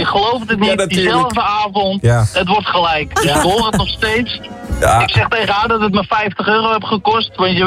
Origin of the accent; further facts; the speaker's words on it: Amsterdam, North Holland, Netherlands; Hoe is het? Waar kom ik vandaan? Amsterdam.